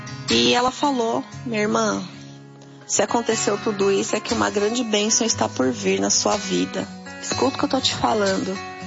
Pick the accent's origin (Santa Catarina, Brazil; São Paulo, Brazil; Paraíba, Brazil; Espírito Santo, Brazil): São Paulo, Brazil; Mairiporã; sou da região aqui de Mairiporã.